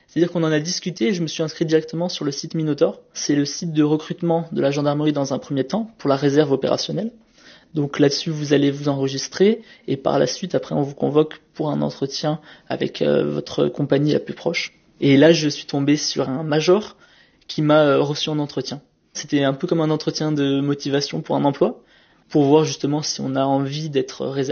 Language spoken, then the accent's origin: French; Hyères, Provence-Alpes-Côte d'Azur, France; J'ai grandi à Hyères, dans le Var.